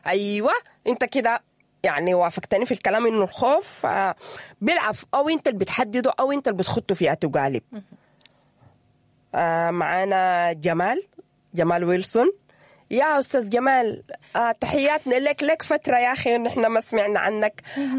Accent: Sudan

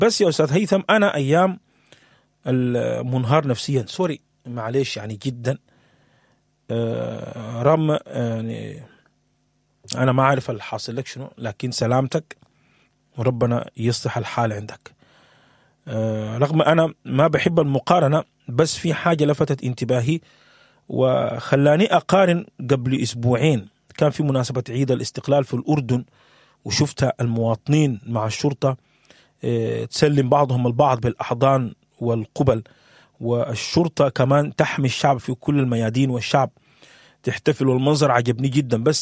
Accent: Sudan; انا وانت كسوداني

